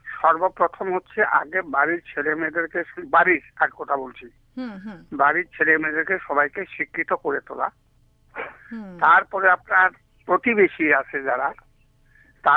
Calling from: Rajganj, West Bengal, India; আমরা জলপাইগুড়ি রাজগঞ্জ।

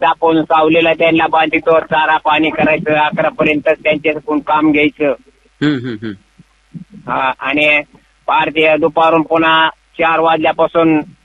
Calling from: Beed district, Maharashtra, India; लिंबारोळी देवी तालुका जिल्हा बीडहून बोलतोय सर।

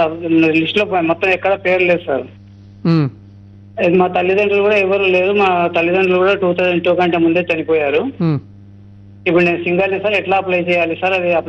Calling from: Mahabubnagar, Telangana, India; Madam, Mahabub Nagar.

